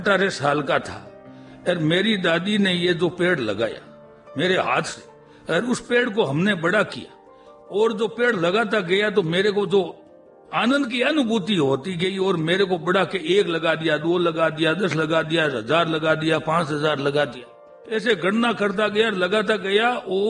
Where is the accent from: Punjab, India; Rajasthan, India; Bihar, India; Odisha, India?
Rajasthan, India; Nagaur district; born there; मेरे पैतृक गांव सुकवासी में, नागौर जिले के पैतृक गांव सुकवासी में